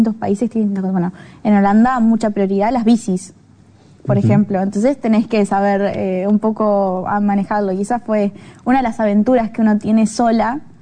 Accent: Uruguay; esa alma luchadora como uruguaya

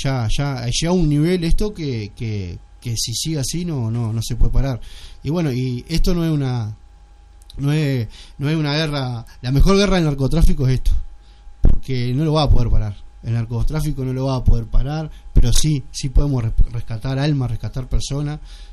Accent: Migues, Canelones, Uruguay; also born or lived in Montes; Yo me crié acá en Migue, estuve una pasantía en Montevideo, pero yo me crié acá en Migue y acá en Monte, jugué al fútbol acá, conozco a toda la población

